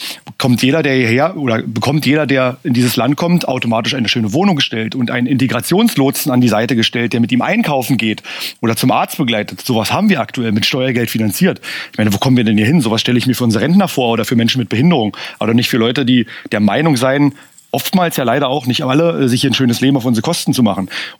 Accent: Stendal, Saxony-Anhalt, Germany; ich komme aus der Altmark in Stendal

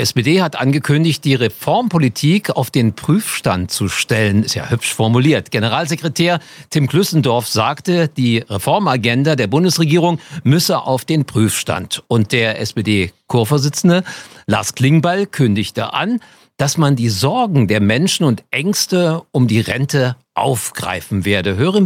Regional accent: Berlin, Germany; Ich bin genau wie du gebürtiger Berliner. Wir sind beide Westberliner

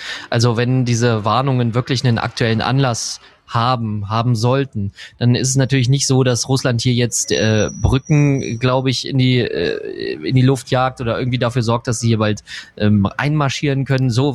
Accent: Germany

